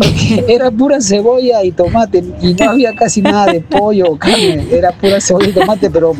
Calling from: El Agustino, Lima, Peru; aquí desde Agustino.

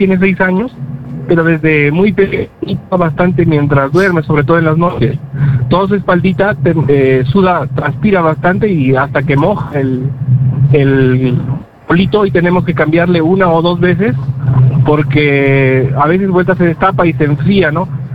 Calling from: Cajamarca, Peru; llamo de Cajamarca.

